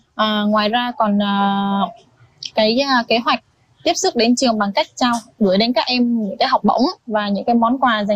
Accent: Đắk Lắk, Vietnam; Em xin tự giới thiệu … em đến từ Đắk Lắk.

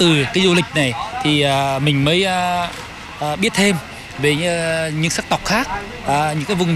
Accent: Lắk district, Đắk Lắk, Vietnam; không riêng gì dân tộc Mân Nông của … ở huyện Lắc này

